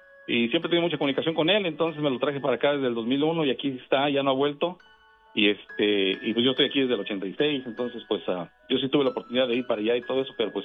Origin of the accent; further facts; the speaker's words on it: Mexico City, Mexico; Él es mayor que yo y fue el que me cuidó prácticamente. Nosotros somos del DF.